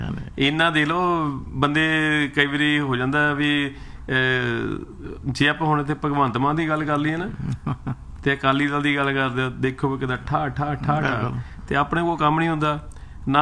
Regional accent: Punjab, India; moved away; ਨਾ ਸਾਡਾ ਪੰਜਾਬ ਨਾਲ ਸਾਡਾ ਪਿਆਰ ਹੈ ਕਿਉਂਕਿ ਅਸੀਂ ਉੱਥੇ ਜੰਮੇ ਪਲੇ ਹਾਂ।

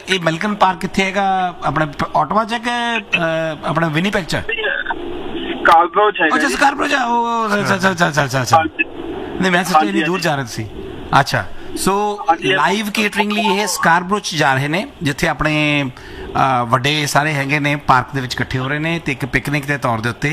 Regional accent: Ludhiana, Punjab, India; ਅੱਛਾ, ਮੈਂ ਵੀ ਲੁਧਿਆਣੇ ਤੋਂ ਆਇਆ।

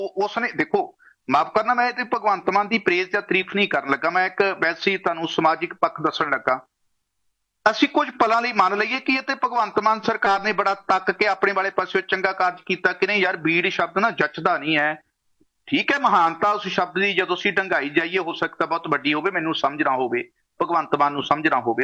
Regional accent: Punjab, India; now in Canada; ਅੱਜ ਅਸੀਂ ਕੈਨੇਡਾ ਦੀ ਧਰਤੀ ਤੇ ਬੈਠੇ ਹਾਂ ਜਾਂ ਪੰਜਾਬ ਚੋਂ ਅਸੀਂ ਪੰਡ ਗਏ ਸੀ

